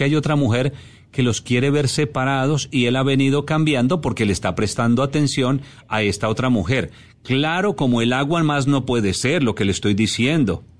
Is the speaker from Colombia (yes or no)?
yes; Colombia; now in Panama